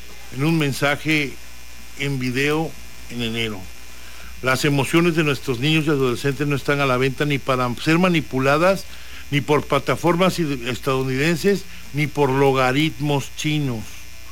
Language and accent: Spanish; Mexico; debemos nosotros impulsar como mexicanos que también se integre en nuestro país.